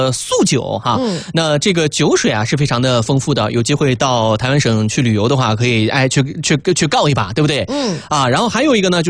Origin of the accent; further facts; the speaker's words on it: Xinjiang, China; moved away; 我们新疆那边的少数民族，我姐姐是锡伯族。